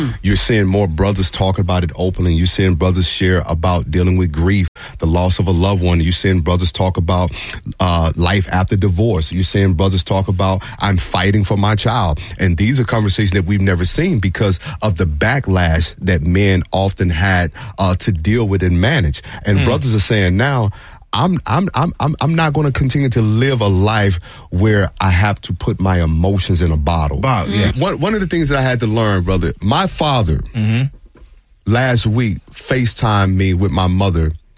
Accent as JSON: {"language": "English", "region": "Mississippi", "country": "United States", "moved": "yes", "said": "you know we're from, you know we're from Mississippi"}